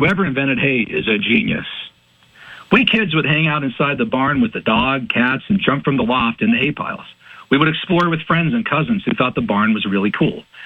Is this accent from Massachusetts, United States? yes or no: no; Butler, Pennsylvania, United States; born or raised there; also born or lived in Pittsburgh / Russellton